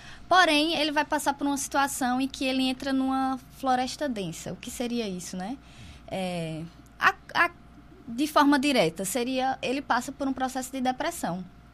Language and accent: Portuguese; Brazil; a gente é brasileiro